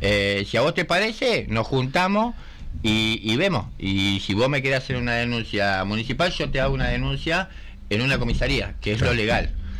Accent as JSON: {"language": "Spanish", "town": "Bahía Blanca", "region": "Buenos Aires Province", "country": "Argentina", "tie": "born there", "also_born_or_lived": "Rosario, Santa Fe", "moved": "yes", "said": "Nacido en Bahía Blanca, pero siempre trabajé en Santa Fe"}